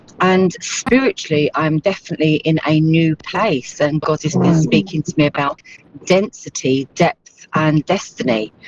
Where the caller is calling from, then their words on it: Southampton, South East England, United Kingdom; I'm from Southampton.